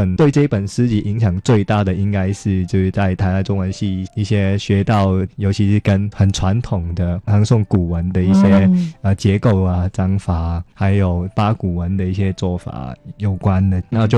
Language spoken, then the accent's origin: Chinese; Hong Kong; first language Cantonese; Chinese is a second language; moved away as an adult; also born or lived in Taiwan; 但其实对一个粤语为母语的人来说，